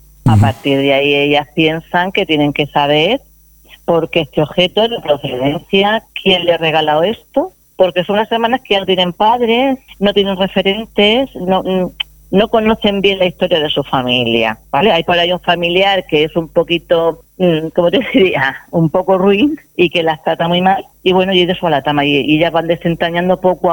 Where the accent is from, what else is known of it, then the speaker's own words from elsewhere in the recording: Cieza, Region of Murcia, Spain; Yo soy muy ciezana, me encanta Cieza.